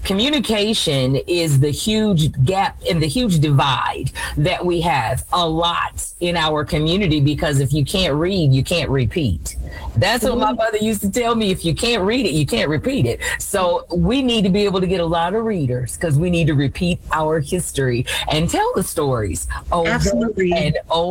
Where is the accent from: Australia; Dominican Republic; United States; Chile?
United States; the South; I'm from the South. So Juneteenth has been a part of what we do, but we do it on the 8th of August.